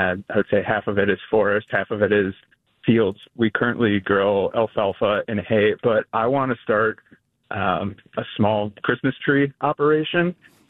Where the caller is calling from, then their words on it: Appleton, Wisconsin, United States; So I live in Appleton, but we have a family farm right on the Pine River near Poissippi, Wisconsin.